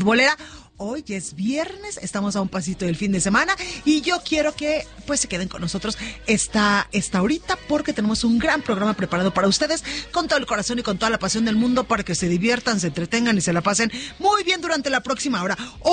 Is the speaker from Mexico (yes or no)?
yes; Guadalajara, Jalisco, Mexico; moved away; allá en mi tierra, en Guadalajara, Jalisco